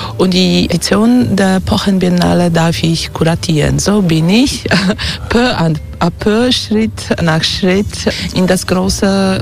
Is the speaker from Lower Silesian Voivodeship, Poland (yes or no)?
yes; Wroclaw, Lower Silesian Voivodeship, Poland; Ich komme aus Breslau. Ich habe dort über 20 Jahre mit dem Medienkunstzentrum Wroh und der Medienkunstbiennale zusammengearbeitet.